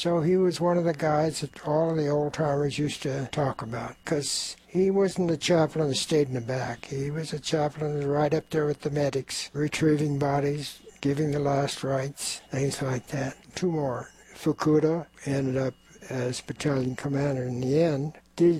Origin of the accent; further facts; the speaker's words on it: United States; I'm an American, and I just happen to be an American of Japanese ancestry.